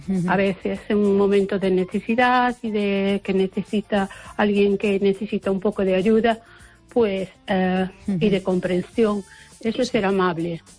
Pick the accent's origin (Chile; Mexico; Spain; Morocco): Spain; moved away; also born or lived in United Kingdom